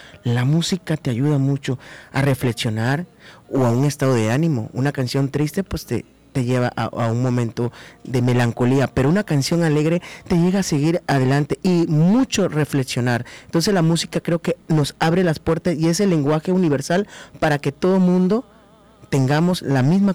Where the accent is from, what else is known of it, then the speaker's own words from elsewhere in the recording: Tabasco, Mexico; soy del estado de Tabasco.